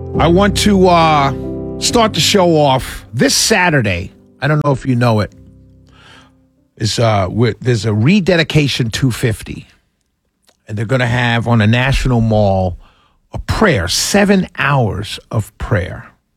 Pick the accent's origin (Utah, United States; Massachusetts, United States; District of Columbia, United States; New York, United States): New York, United States; New York City; I grew up in St. James, in St. James Presbyterian Church in Harlem, New York, the greatest little village in the entire world.